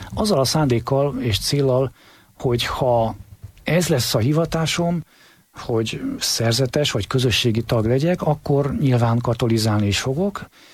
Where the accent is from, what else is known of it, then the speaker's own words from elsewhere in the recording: Veszprém, Veszprém County, Hungary; Veszprémi gyerek vagyok